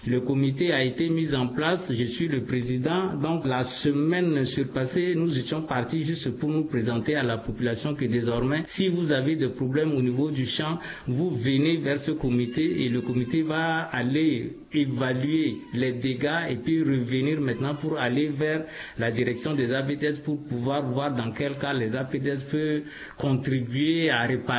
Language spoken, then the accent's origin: French; Bayanga, Sangha-Mbaéré, Central African Republic; la voie qui quitte Baoro, Karno, Berberati jusque chez nous à Bayanga, cette route-là n'a pas été arrangée depuis 50 ans.